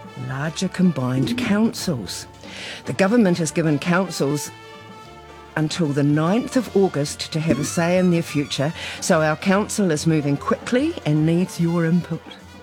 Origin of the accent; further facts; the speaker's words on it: Palmerston North, Manawatū-Whanganui, New Zealand; moved away; My hometown.